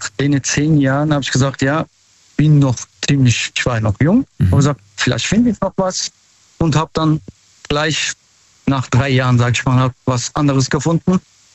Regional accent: Mannheim, Baden-Württemberg, Germany; Aus Mannheim.

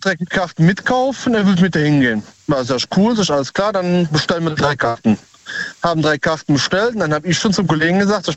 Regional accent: Cologne, North Rhine-Westphalia, Germany; Aus Köln.

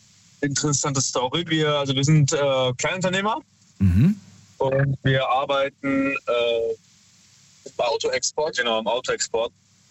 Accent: Heidelberg, Baden-Württemberg, Germany; Wir sind aus Heidelberg.

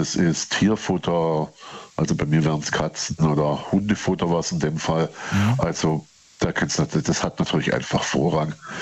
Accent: Baden-Württemberg, Germany; So 40 Kilometer nördlich von Stuttgart, also okay. Nördlich Rems-Murr-Kreis, ja.

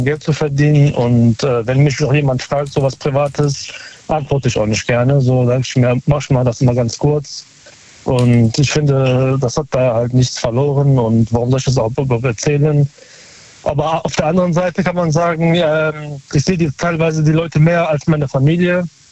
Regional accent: North Rhine-Westphalia, Germany; Aus Nähe Köln.

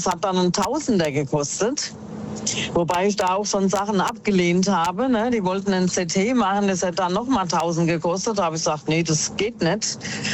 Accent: Miltenberg, Bavaria, Germany; Ja, ich komme aus dem Raum Miltenberg.

